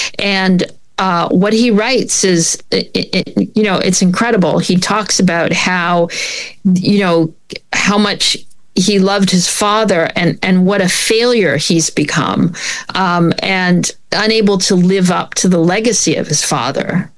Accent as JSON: {"language": "English", "country": "Canada", "said": "I'm from Canada. It was not something I grew up with."}